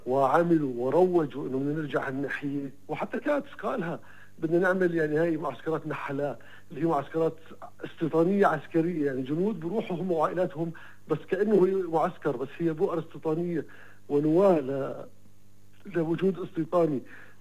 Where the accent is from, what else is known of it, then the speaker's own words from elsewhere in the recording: Palestine; هلأ بالنسبة لنا كفلسطينيين ما بدنا نظل نقول حماس